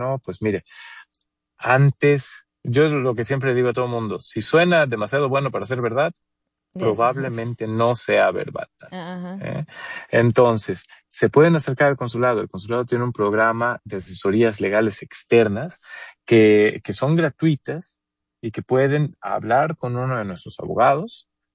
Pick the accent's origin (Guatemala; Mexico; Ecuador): Mexico; moved away